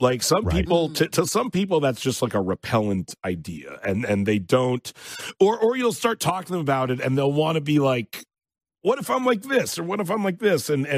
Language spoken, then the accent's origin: English; Canada; As a Canadian